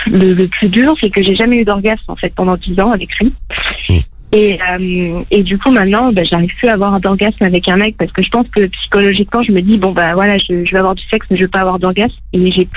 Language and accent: French; France; Oui, je suis française.